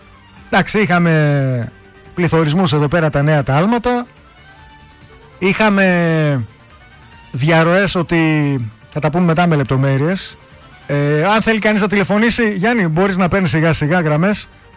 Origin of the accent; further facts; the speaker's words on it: Greece; Έχουν βγει τα νέα αποτελέσματα ότι δουλεύουμε, λέει, τις περισσότερες ώρες ως Έλληνες από κάθε άλλον.